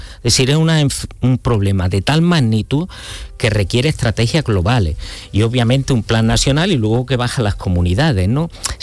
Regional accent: Montoro, Andalusia, Spain; No, soy cordobés, nací en Montoro.

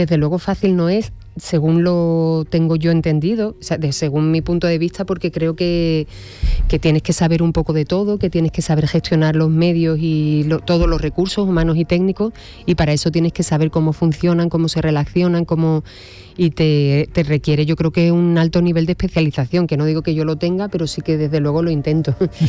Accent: Huelva, Andalusia, Spain

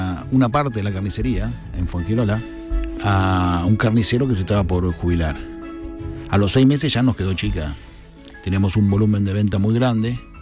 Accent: Argentina; now in Torremolinos, Spain; Pues yo soy argentino

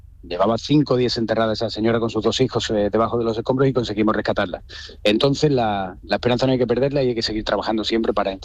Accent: Dos Hermanas, Andalusia, Spain; Yo soy de Dos Hermanas.

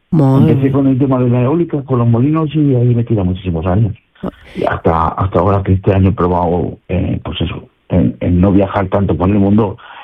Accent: Salamanca, Castile and León, Spain; now in La Línea de la Concepción, Spain; Yo soy de Salamanca.

